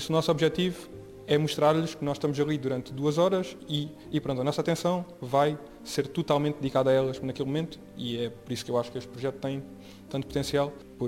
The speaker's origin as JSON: {"language": "Portuguese", "region": "Faro", "country": "Portugal", "lives_now": "Lisbon, Portugal", "said": "não sou de cá, sou do Algarve, e já tinha feito lá voluntariado também assim escolar"}